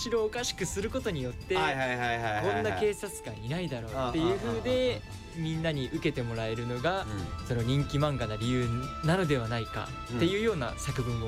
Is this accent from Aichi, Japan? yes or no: yes; Aichi, Japan; 地元が愛知県ですよね。